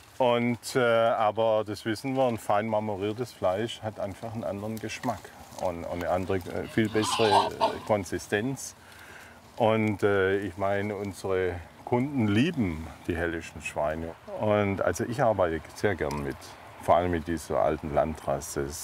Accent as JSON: {"language": "German", "region": "Baden-Württemberg", "country": "Germany", "tie": "born or raised there", "said": "Ja, es ist meine Heimat, die Heimat meiner Familie und unserer Freunde. Ich erlebe Hohenlohe als eine echte Region und ich denke, das ist was wert."}